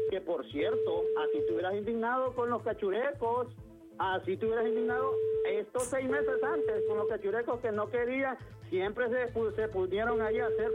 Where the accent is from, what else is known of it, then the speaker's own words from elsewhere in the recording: Honduras; nosotros como pueblo hondureño